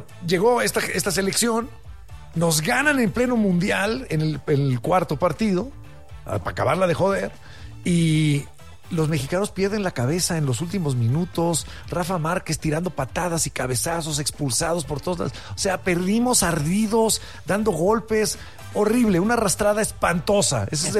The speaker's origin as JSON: {"language": "Spanish", "country": "Mexico", "said": "Colombianos y peruanos, creo que yo son los más semejantes a nosotros."}